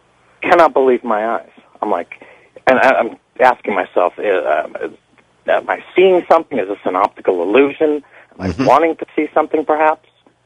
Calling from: New York City, New York, United States; from Brooklyn, New York.

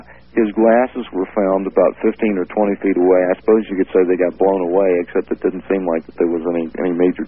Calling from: California, United States; I'm calling from Central California on KYLS, listening on the KYLS.

